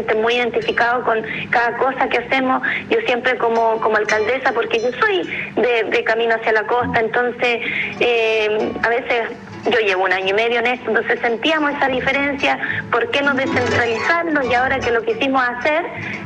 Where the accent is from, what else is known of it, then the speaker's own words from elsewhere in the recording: Chile; era como que uno el corazón se le inflama como chileno también, claro.